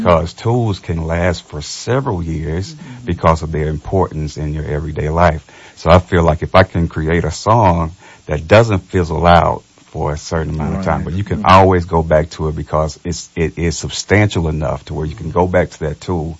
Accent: Clarksdale, Mississippi, United States; Clarksdale, Mississippi

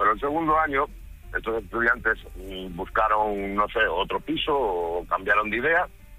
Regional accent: Galicia, Spain; now in Barcelona, Spain; invertí en mi tierra. Yo soy natural de Galicia

